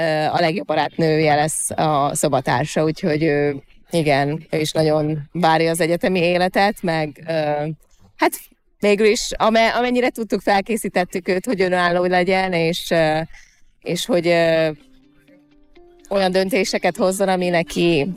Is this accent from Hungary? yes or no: yes; Hungary; born or raised there; moved away; also born or lived in Kansas City, United States